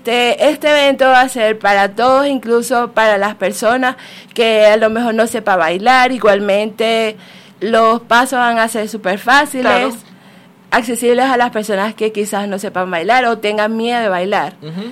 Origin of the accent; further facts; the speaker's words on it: Venezuela; now in Guayaquil, Ecuador; Sí, yo soy venezolana.